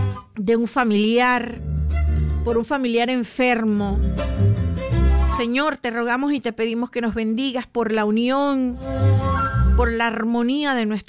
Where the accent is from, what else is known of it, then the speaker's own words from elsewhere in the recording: Monagrillo, Herrera, Panama; a toda mi familia en Monagrillo, a mi gente hermosa de Monagrillo, de mi tierrita preciosa.